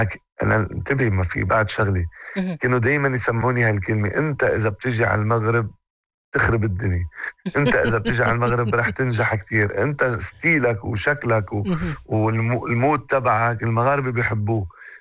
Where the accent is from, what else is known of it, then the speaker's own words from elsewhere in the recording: Lebanon; moved away as an adult; now in Morocco; أنا ظهرت من لبنان مش عارف أي اتجاه رايح فيه. يعني وصلت سوريا، الأردن، دبي. من دبي كان قراري أني أنا لازم أجي على المغرب. أنا خدت قرار أني أجي على المغرب، خدت قرار استقرار.